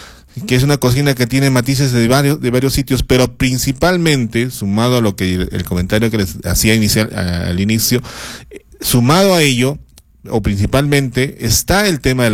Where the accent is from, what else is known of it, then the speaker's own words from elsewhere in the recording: Arequipa, Peru; nosotros, como arequipeños, que nos sentimos como tal